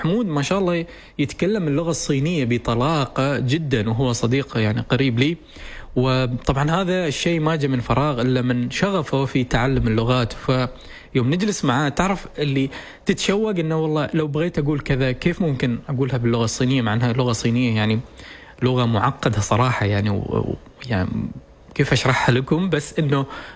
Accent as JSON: {"language": "Arabic", "country": "Oman", "said": "وأيضا تنفع بلدنا عمان"}